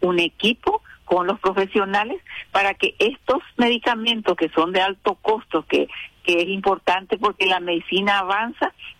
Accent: Paraguay; tenemos como ciudadano paraguayo

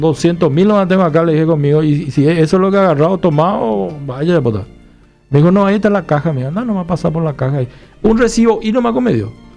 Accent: Paraguay; nosotros los paraguayos

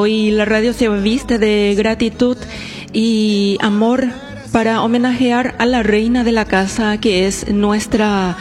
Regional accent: Paraguay

